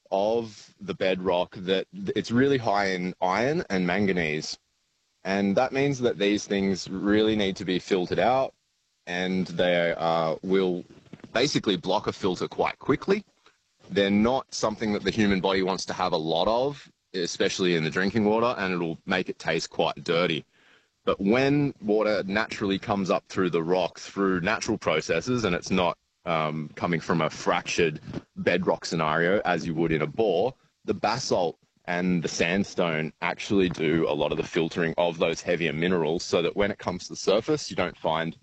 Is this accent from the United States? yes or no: no; Mittagong, New South Wales, Australia; also born or lived in Sydney; I spent my childhood exploring the bush, climbing the Jib over and over, and Mount Alexandra, and exploring all the gullies. And I really fostered my sense of nature in the Highlands.